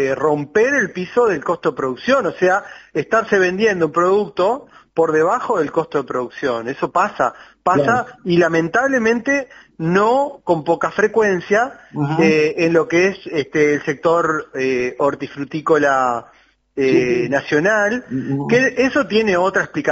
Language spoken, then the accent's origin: Spanish; Uruguay